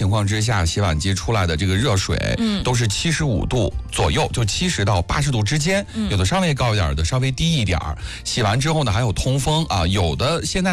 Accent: China

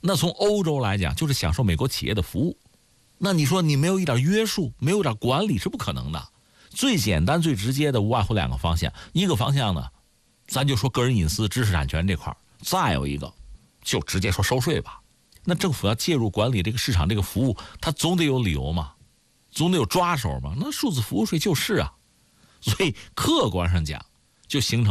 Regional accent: China; 从我们中国人那个角度来讲

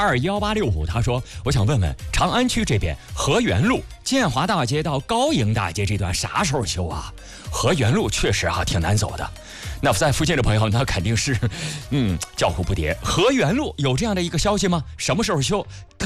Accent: Dingzhou, Hebei, China; 我的老家是定州。

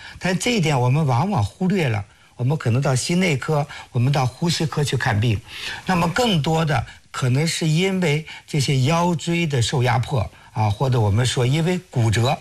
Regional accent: China; 因为我们中国人跟西方人不一样啊，包括我是60年代出生，

